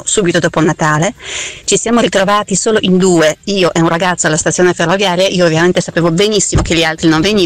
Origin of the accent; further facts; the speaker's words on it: Poland; moved away; io vengo dalla Polonia